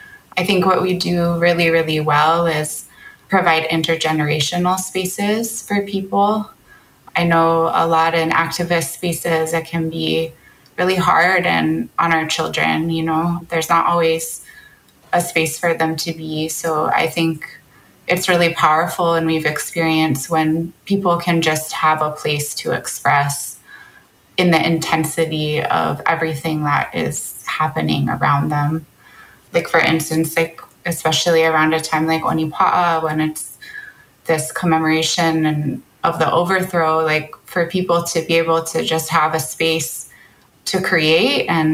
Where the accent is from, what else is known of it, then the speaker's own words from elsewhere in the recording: Maui, Hawaii, United States; now in Kaneohe, United States; I'm the director of Wisdom Circles Oceania. And I am born and raised on Maui, and I live on Oahu now in Kaneohe.